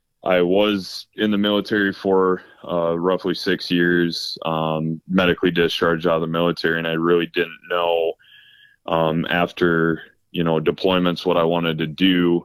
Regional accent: Aberdeen, South Dakota, United States; I grew up in Aberdeen, South Dakota.

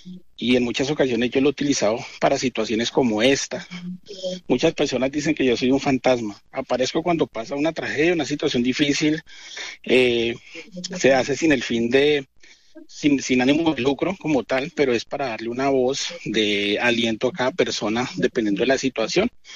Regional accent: Garzón, Huila, Colombia; now in Cali, Colombia; nació el 3 de mayo de 1989 en el municipio de Garzón, en el departamento del Huila. Soy huilense, a mucho honor. Desde muy pequeño mis padres se vinieron para la ciudad de Cali.

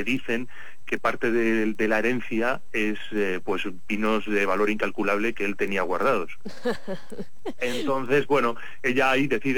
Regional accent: Spain; los españoles somos más de admirar lo de fuera y menos lo de dentro

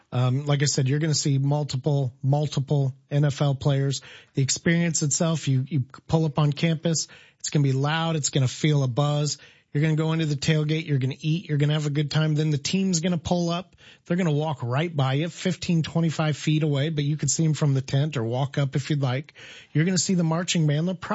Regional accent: Illinois, United States; we're from Central Illinois

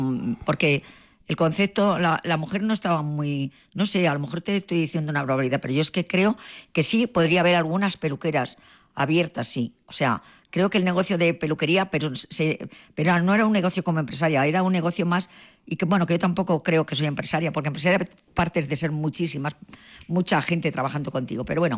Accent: Tinajas, Castilla-La Mancha, Spain; now in Cuenca, Spain; Pues a mi pueblo lo adoro. O sea, Cuenca es la ciudad de adopción, como he dicho, pero mi pueblo son mis raíces y yo he sido una niña muy feliz, muy feliz.

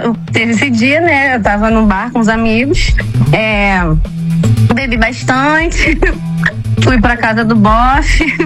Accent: Rio de Janeiro, Brazil; Mas eu ainda me acho mais carioca do que a Zona Norte.

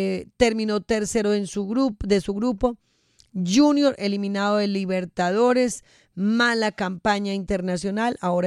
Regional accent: Colombia; Somos colombianos

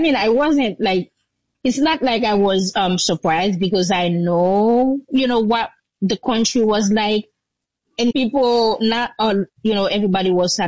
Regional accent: Jacmel, Sud-Est, Haiti; And the road leading to Jacmel, my hometown, was closed through Martissa, which is like, you know, a very big region in Port-au-Prince.

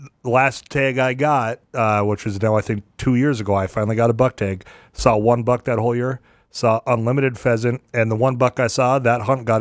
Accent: Devils Lake, North Dakota, United States; growing up in Devil's Lake, if you want to talk about getting a scent for something, there was no pheasant up in Devil's Lake growing up.

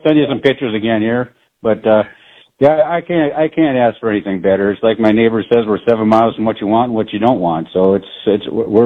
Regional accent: Wisconsin, United States; moved away as an adult; also born or lived in Alaska; I was raised in Wisconsin

